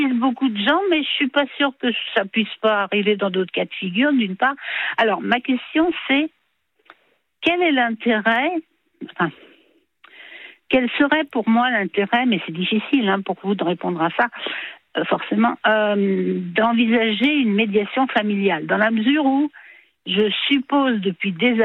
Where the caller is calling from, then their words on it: Île-de-France, France; L'Île-de-France